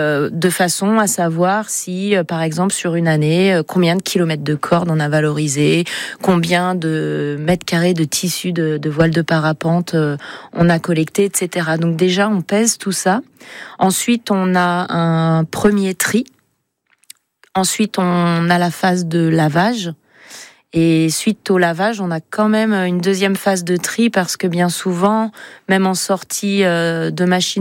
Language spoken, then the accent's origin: French; France; Moi, je suis française.